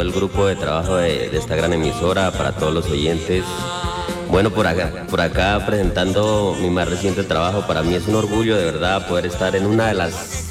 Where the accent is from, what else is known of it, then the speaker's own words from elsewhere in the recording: Boyacá, Colombia; also born or lived in Bogotá; now in Bucaramanga, Colombia; yo soy boyacense, pero la verdad, enamorado de Bucaramanga.